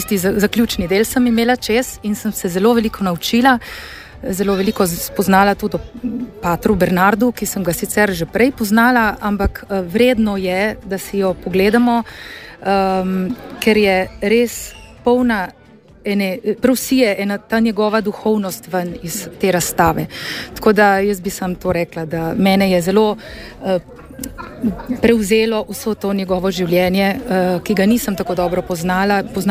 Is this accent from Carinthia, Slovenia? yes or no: no; Nova Gorica, Goriška, Slovenia; Sveta Gora je tudi zame osebno en sveti prostor, kamor se rada ponovno in ponovno vračam, ker sem tukaj iz Nove Gorice zelo blizu